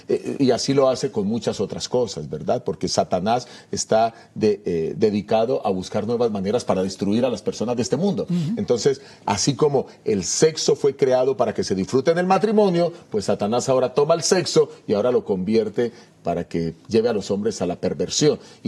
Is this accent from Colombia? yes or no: yes; Colombia; Yo soy de Colombia